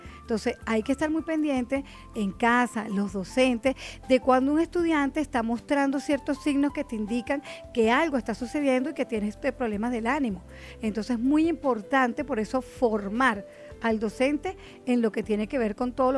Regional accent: Caracas, Capital District, Venezuela; moved away as an adult; now in Mérida, Venezuela; yo estoy en Mérida, y bueno, yo me fui a Mérida a estudiar el fenómeno hace ya varios años, y de hecho me radiqué en Mérida a pesar de que soy de Caracas.

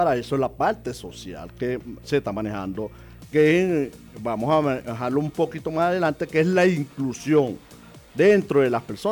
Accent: Venezuela

